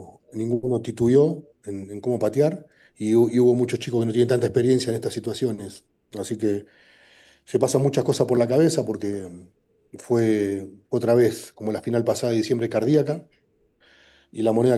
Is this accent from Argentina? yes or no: no; Toluca, State of Mexico, Mexico; yo soy de Toluca, sí, obviamente tengo un pasado en Monterrey, siempre tengo el cariño con la gente de Monterrey